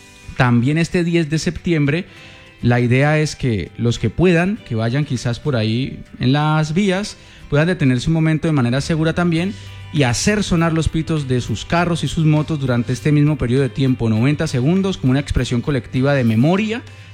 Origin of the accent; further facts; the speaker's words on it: Cali, Valle del Cauca, Colombia; unirnos como caleños